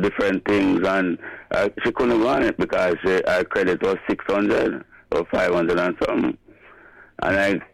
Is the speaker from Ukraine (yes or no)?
no; Jamaica; This is a gift and I'm a Jamaican, and I please the work what you're doing for Jamaica.